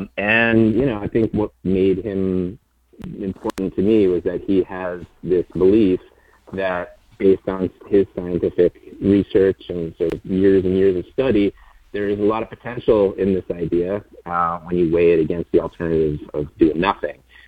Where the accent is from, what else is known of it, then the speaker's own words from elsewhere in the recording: New England, United States; moved away as an adult; also born or lived in Poughkeepsie, New York; I grew up in New England and decided to go to school in Poughkeepsie back in the 90s